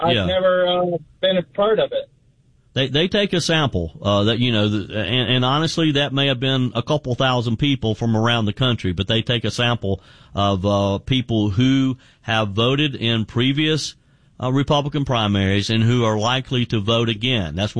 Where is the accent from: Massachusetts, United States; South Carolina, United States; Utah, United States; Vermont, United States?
South Carolina, United States; Mario is in my home state of South Carolina.